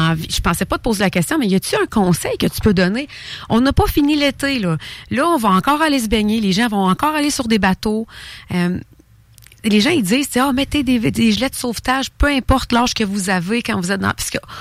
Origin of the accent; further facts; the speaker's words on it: Thetford Mines, Quebec, Canada; ma ville natale, à Thetford Mines